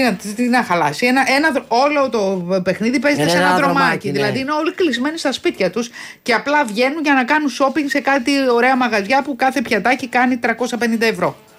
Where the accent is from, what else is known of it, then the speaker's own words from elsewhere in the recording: Greece; Ή εμείς ως Έλληνες τη βλέπουμε δικιά μας και τη θεωρούμε ωραία.